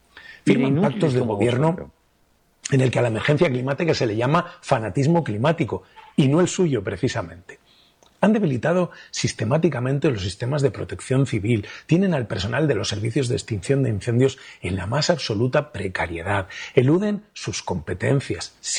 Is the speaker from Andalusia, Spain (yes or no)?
no; Castile and León, Spain; En mi tierra, en Castilla y León